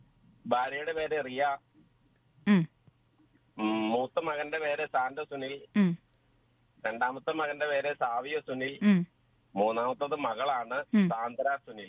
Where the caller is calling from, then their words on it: Kothamangalam, Kerala, India; ഞാൻ കോതമംഗലം സ്വദേശിയാണ്.